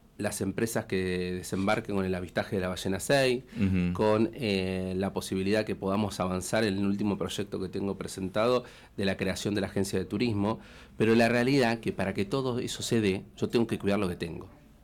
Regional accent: Caleta Olivia, Santa Cruz, Argentina; born there; yo que soy nacido en Caleta

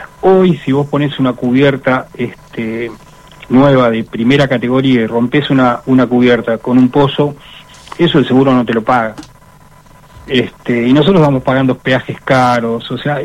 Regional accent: Chubut, Argentina

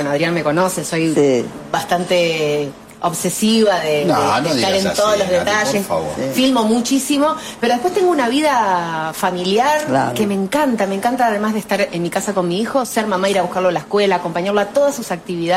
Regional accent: Uruguay; moved away; Me encanta ir a Uruguay. Obviamente es mi país, además es un país hermoso.

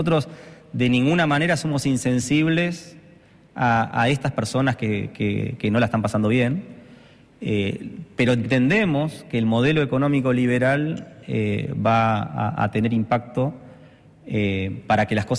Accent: Argentina; Hace falta que estas personas vengan a la Argentina y sientan lo que somos los argentinos.

